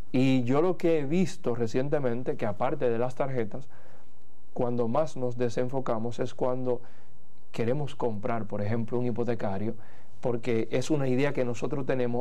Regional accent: Dominican Republic; accent: Dominican; digámoslo en dominicano

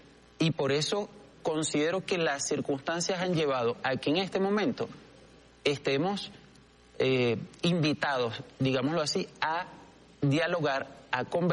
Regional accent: Venezuela

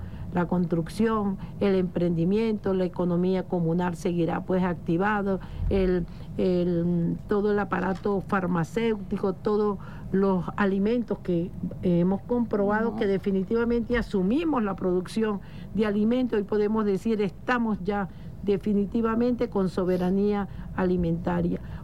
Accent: Venezuela; somos venezolanos, tú eres venezolano y yo también

